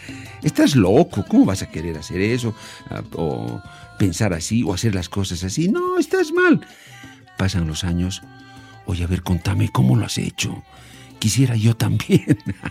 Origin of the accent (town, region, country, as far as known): Bolivia